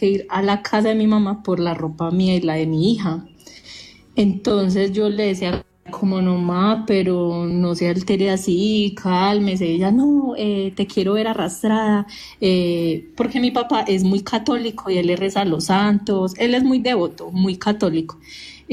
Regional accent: Medellín, Antioquia, Colombia; Yo soy de Medellín y mi mamá iba pues de viaje en moto con mi padrastro para un pueblo que se llama San Roque, Antioquia.

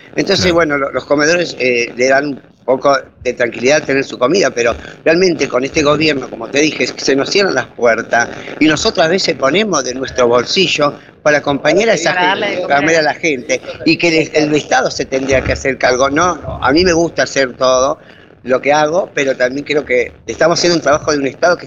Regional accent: Chubut, Argentina; now in Buenos Aires, Argentina; soy de Chubut, pero vivo en Buenos Aires hace 21 años, soy deportista

